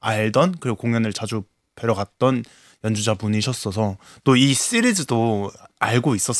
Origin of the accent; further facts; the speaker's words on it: Yongin, Gyeonggi Province, South Korea; 제가 지금도 본가가 용인인데